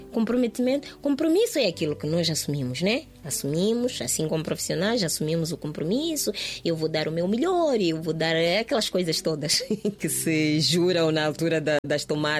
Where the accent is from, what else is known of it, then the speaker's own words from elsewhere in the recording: Mozambique; Mas nós todos somos moçambicanos, não pode ser.